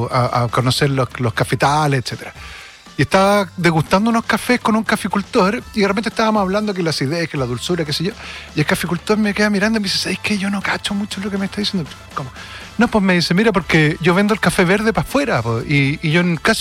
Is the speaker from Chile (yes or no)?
yes; Valparaíso, Chile; born there; Claro, nací acá en Valparaíso.